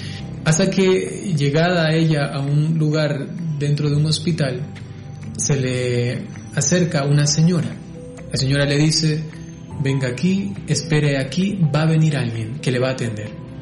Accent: Santo Domingo, Santo Domingo de los Tsáchilas, Ecuador; born there; Yo nací en Santo Domingo.

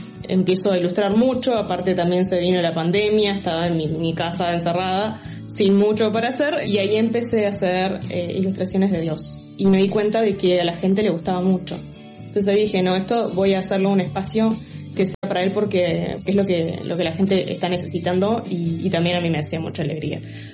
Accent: Uruguay; soy uruguaya, tengo 26 años

